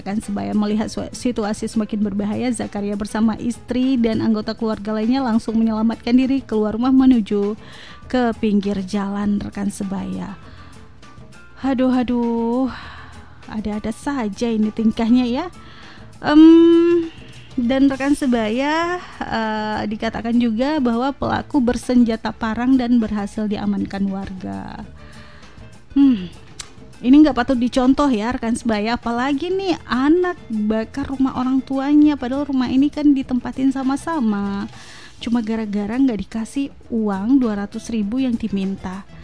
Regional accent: Bireuen, Aceh, Indonesia; Dah, kampung saya nih.

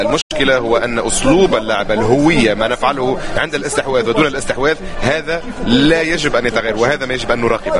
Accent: Algeria; وبالنسبة لنا كجزائريين

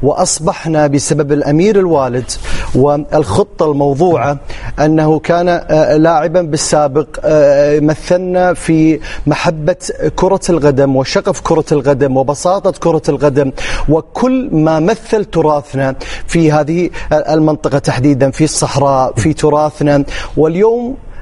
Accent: Qatar; جعلتنا جميعا بداية كقطريين وكخليجيين وكعرب

